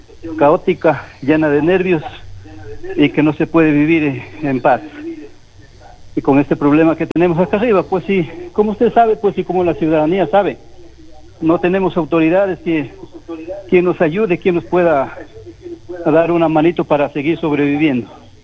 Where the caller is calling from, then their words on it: Loja, Ecuador; soy morador del Plateado.